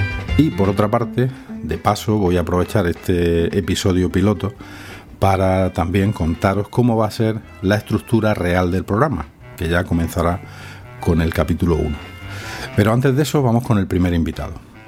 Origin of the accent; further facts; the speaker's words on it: Almería, Andalusia, Spain; Yo soy de Almería